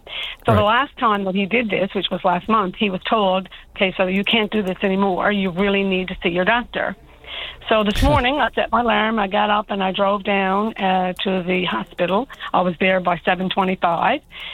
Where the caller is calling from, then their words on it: Fortune, Newfoundland and Labrador, Canada; I'm calling from the Burnham Peninsula, from Fortune, actually.